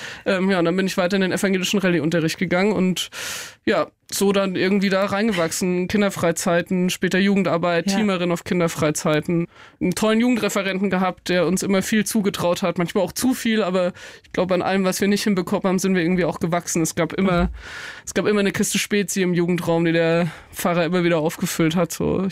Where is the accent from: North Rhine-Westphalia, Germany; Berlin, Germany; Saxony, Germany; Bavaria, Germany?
Bavaria, Germany; Nittenau; ich bin in Nittenau aufgewachsen. Es ist wirklich mitten im Bayerischen Wald, also in der Oberpfalz.